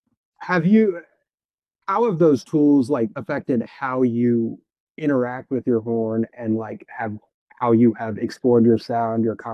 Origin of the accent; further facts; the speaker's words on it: Mississippi, United States; we're all from Mississippi Delta, and so I grew up on, you know, a lot of the deep, dirty South blues